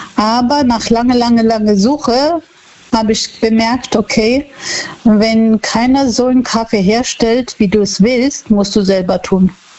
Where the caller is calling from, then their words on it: Wissembourg, Grand Est, France; Ich bin in Wissenburg.